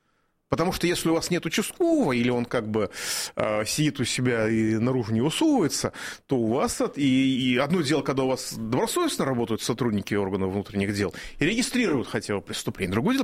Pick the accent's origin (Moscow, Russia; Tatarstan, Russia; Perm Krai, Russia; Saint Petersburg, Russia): Moscow, Russia; Ну, как бы я москвич, но я очень много езжу по Московской области